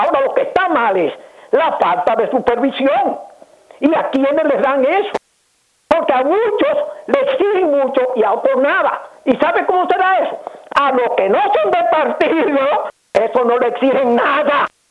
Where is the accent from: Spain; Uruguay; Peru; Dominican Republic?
Dominican Republic; now in Puerto Plata, Dominican Republic; lo que daña en mi país todo es la jodida corrupción